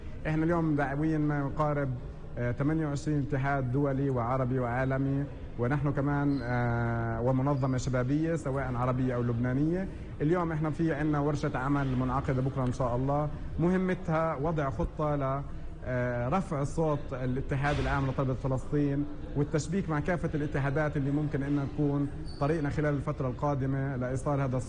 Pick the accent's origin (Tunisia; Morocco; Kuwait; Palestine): Palestine; إحنا كفلسطينيين